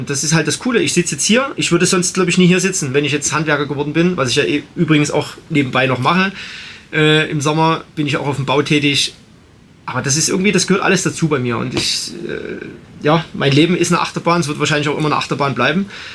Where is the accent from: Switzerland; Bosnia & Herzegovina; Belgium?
Belgium; ich bin als Belgier auf Nummer 1 ins Ziel gekommen